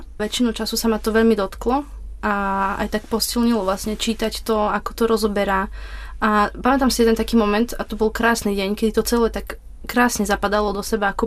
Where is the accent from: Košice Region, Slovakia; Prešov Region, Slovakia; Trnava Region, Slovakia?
Košice Region, Slovakia; Košice; kedy sme spomenuli, že sme teda z Košíc a že poznáme aj Augustinianov z Košíc, keďže bývame hneď vedľa kostola.